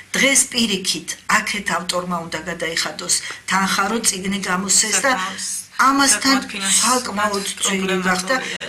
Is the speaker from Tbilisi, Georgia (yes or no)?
yes; Tbilisi, Georgia; დავამთავრე თბილისის 30-ე საშუალო სკოლა. ეს მდებარეობს კიევის ქუჩაზე. მან გავიზარდე ჩემი ბავშვობის უბანია და დღემდე ძალიან მიყვარს.